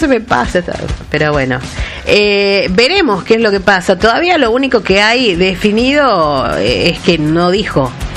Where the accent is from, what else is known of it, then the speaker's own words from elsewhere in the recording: Argentina; Bueno, pues yo también soy argentina, chicos.